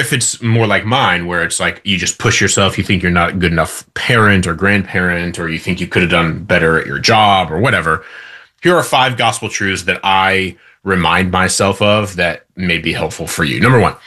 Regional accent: Midwest, United States; I know you've got a lot of Midwest listeners, and I'm from the Midwest.

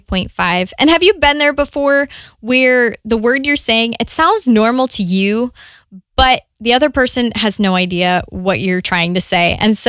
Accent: Midwest, United States; accent: Midwestern; I noticed my Midwestern accent.

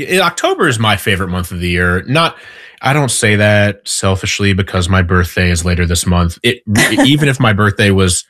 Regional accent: Midwest, United States; I grew up in the Midwest, so fall typically tended to start closer to September than it does for me now.

